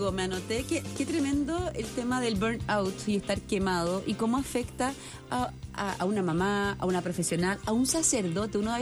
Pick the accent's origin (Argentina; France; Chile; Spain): Chile; Yo soy verdaderamente chilena, les digo. … no tengo ningún apellido extranjero.